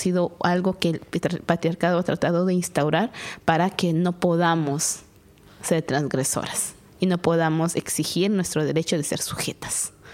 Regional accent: Guatemala; yo soy de Guatemala

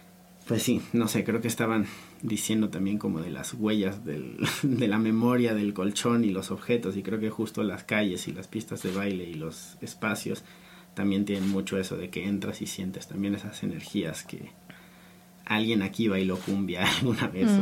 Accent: Mexico; como que crecí moviéndome mucho en México

